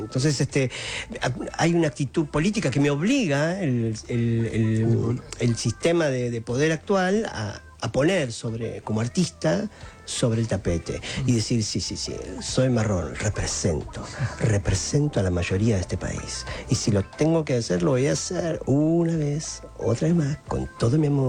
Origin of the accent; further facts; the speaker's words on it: Argentina; Yo soy argentino, pero mis padres son bolivianos, y como esa herencia, esa mezcla de culturas que somos los argentinos